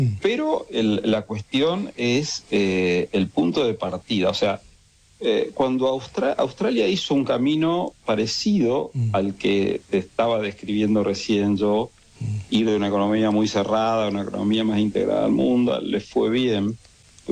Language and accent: Spanish; Córdoba, Argentina